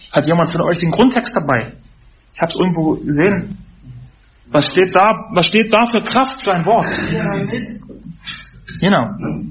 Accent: Germany; also ich bin in der DDR aufgewachsen und 1989 war ich 11 Jahre alt, wo die Wende war, wo die Mauer fiel.

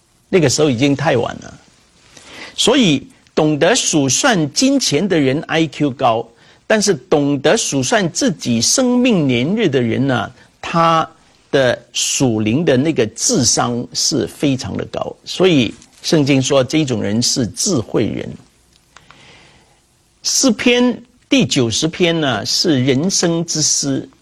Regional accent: China; 我们中国人呢，数学很好

